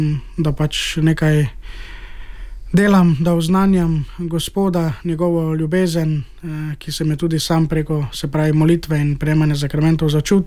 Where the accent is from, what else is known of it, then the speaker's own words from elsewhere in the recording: Slovenske Konjice, Styria, Slovenia; prihajam iz Štajerske, iz nadžupnije Svetega Jurija v Slovenskih Konicah.